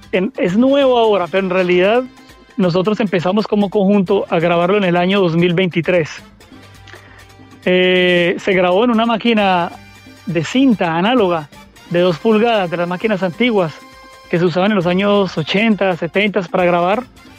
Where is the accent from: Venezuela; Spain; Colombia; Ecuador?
Colombia; moved away; ellos pensaban que era mentira, porque todos son cubanos y yo, ajá, soy el único colombiano.